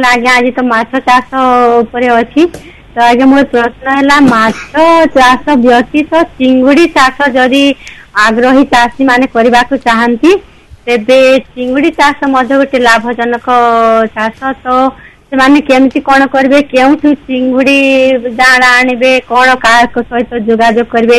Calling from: Bargarh, Odisha, India; ହଁ ମୁଁ ବରଗଡ଼ରୁ

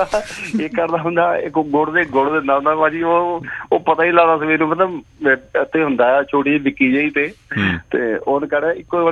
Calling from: Kandola, Punjab, India; ਮੈਂ ਜੀ ਪਿੰਡ ਕੰਦੋਲੇ ਤੋਂ … ਬਾਤ ਕਰ ਰਿਹਾ ਜੀ।

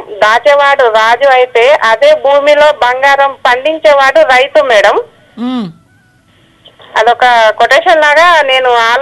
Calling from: Kothagudem, Telangana, India; నేను కొత్తగూడెం బర్మకామ్ నుంచి మాట్లాడుతున్నా మేడం.

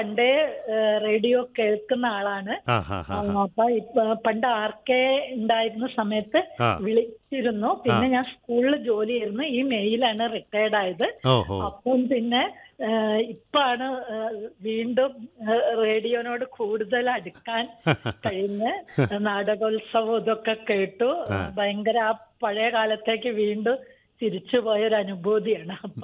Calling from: Mayanad, Kerala, India; ഞാൻ മായനാട്.

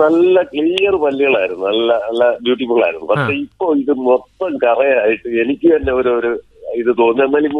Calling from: Alappuzha, Kerala, India

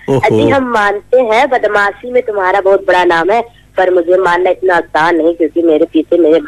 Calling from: Faizabad, Uttar Pradesh, India; सेना चौरा फैजाबाद से।

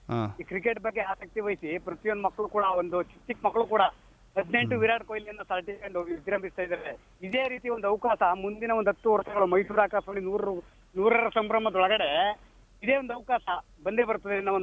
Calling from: Karnataka, India; ನಾನು ನಂಜೂರಿಂದ

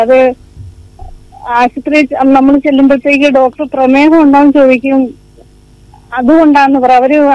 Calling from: Arkannoor, Kerala, India; കൊല്ലം ജില്ല അർക്കന്നൂർ.

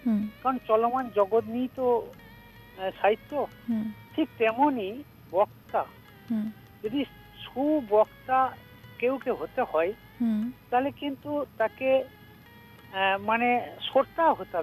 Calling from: Purba Bardhaman, West Bengal, India; আমি পশ্চিমবঙ্গের রাজ্যের পূর্ব বর্ধমান থেকে

